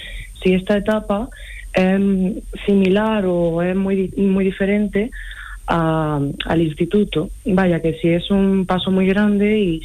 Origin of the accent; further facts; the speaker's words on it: Huéscar, Andalusia, Spain; No, yo soy de un pueblo que se llama Huéscar, que está como cerca de Baza y está aquí en Granada.